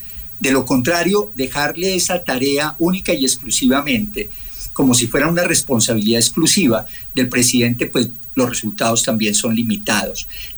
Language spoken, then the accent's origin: Spanish; Colombia; yo, y lo digo como colombiano